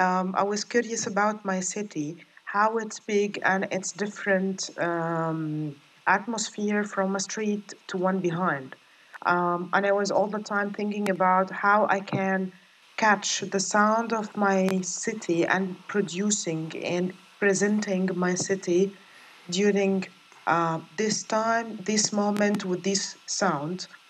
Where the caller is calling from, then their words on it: Cairo, Cairo Governorate, Egypt; English is a second language; I'm speaking from Cairo, from kind of like downtown in Cairo, and in mostly Egypt.